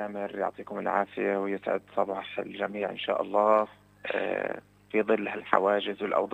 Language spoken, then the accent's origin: Arabic; Palestine; شوف هلا يعني كفلسطينيين موجودين في هاي الأرض أكيد لا يخفى على أي مواطن فلسطيني الوضع موجود على الأرض هون.